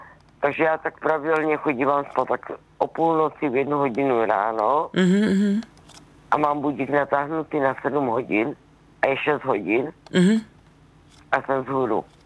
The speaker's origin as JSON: {"language": "Czech", "country": "Poland", "second_language": "Czech", "said": "Já z práce přijím 10 hodin večer, protože jsem ho z Polska, to už víte."}